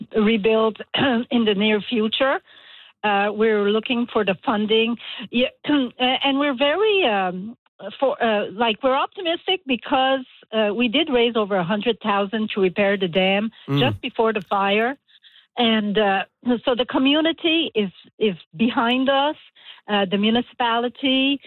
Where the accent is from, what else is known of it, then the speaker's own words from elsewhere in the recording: Nova Scotia, Canada; When I was growing up in Matay in Bangor, there was three mills, running mills within, 2.5 kilometers from one another. And they were all owned by my family at that time.